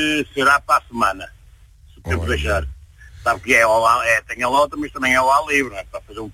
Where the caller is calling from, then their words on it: Vila Nova de Gaia, Porto, Portugal; Eu sou de Arcozelo, pé da água de Arcozelo.